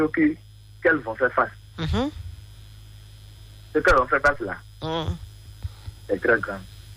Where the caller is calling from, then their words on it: Benin; J'appelle depuis Yori.